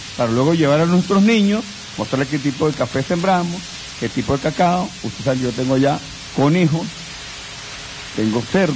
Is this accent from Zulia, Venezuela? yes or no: no; Táchira, Venezuela; nosotros que somos gochos, crecimos y aún tenemos unas gallinitas, unos conejitos, ¿verdad?, en el corral.